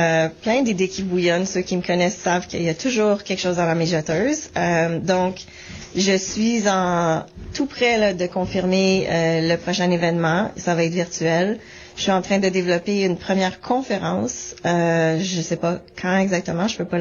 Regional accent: our province, Manitoba, Canada; first language French; notre province était en train de faire des consultations au niveau de devenir une province véritablement bilingue

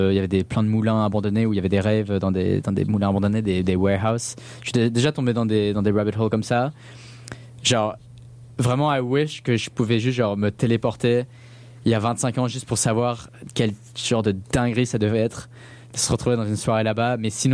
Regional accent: Blackburn, North West England, United Kingdom; parce que j'ai grandi à Blackburn, c'est vraiment un patelin.

